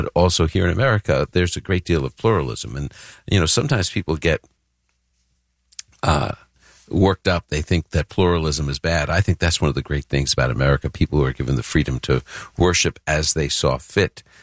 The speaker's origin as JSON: {"language": "English", "region": "New York", "country": "United States", "lives_now": "Chicago, United States", "said": "I applied, came to Chicago, never had been to Chicago. I came from New York. I came to the small town of Chicago."}